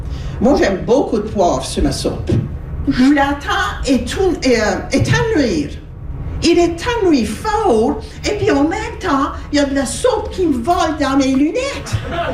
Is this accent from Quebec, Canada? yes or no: no; Nova Scotia, Canada; Ben moi, je viens de la Baie-Sainte-Marie.